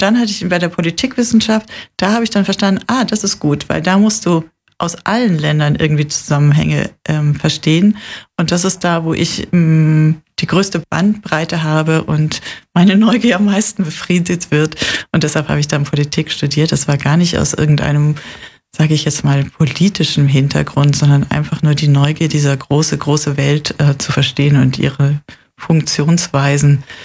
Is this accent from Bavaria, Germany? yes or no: yes; Munich, Bavaria, Germany; moved away as an adult; also born or lived in Landsberg am Lech; Ich bin dort geboren, aber seitdem ich 3 bin, bin ich nach München gekommen und bin da in Schwabing in der Leopoldstraße aufgewachsen, zur Schule gegangen, habe dort studiert. Also ich fühle mich eigentlich dann schon eher als Münchnerin.